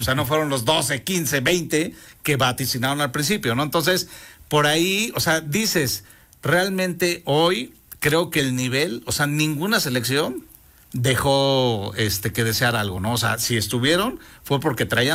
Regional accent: Mexico; como decimos aquí en México

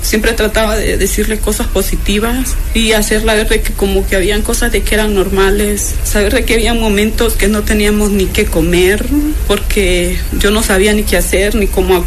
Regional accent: Tegucigalpa, Francisco Morazán, Honduras; moved away as an adult; now in Mexico; Vengo de Tegucigalpa, Honduras. Mis motivos para migrar de mi país fueron varios.

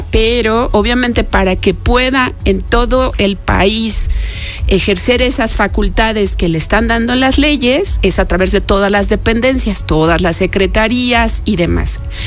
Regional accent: Mexico; nuestro país, nuestro México

